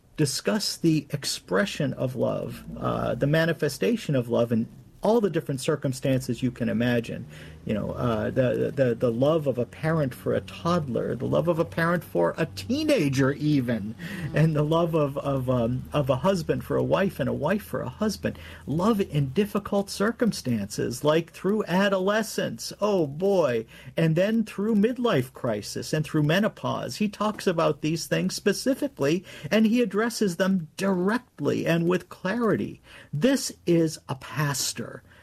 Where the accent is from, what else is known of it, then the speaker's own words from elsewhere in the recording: United States; Well, I'm an American